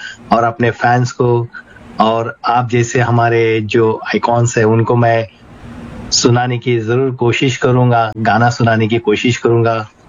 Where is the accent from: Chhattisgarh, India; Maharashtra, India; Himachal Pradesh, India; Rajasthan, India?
Maharashtra, India; Mumbai; मैं मुंबई से हूँ और मैं पुलिस डिपार्टमेंट में हूँ।